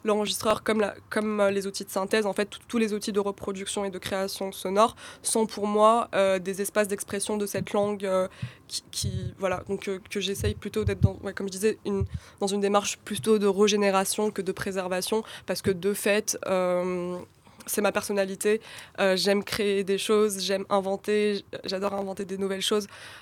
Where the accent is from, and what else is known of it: Algeria; born or raised there